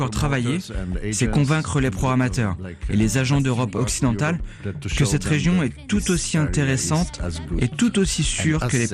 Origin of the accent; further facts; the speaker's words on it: Slovenia; on vient d'un petit pays, il faut être meilleur d'une certaine manière. Il ne faut pas être timide. Nous venons peut-être des Balkans, mais il ne faut pas nous sous-estimer.